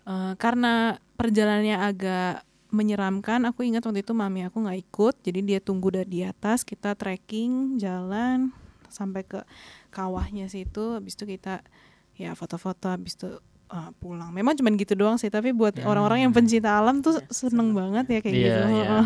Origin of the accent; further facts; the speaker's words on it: Bandung, West Java, Indonesia; born there; now in Jakarta, Indonesia; Sebenarnya aku lahir di Bandung. Keluarga besar aku semua orang Bandung, tapi kami tinggal di Jakarta, jadi merantau gitu.